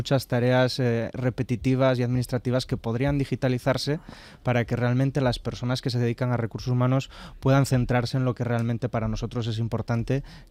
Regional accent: Vigo, Galicia, Spain; De dónde soy, claro. Mi tierra. Bueno, yo soy vigués.

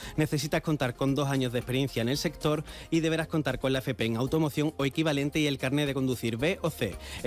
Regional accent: Cádiz, Andalusia, Spain; accent: Andalusian; que vengo de Cádiz con acento.

